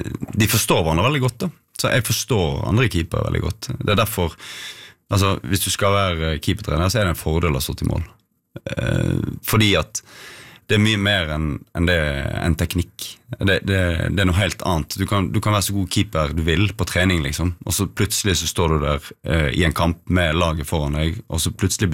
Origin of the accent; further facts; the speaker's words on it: Odda, Vestland, Norway; når jeg vokste opp i Odda, så fantastisk plass å vokse opp. Trygt, godt, nærmeste nabo til fotballbanen.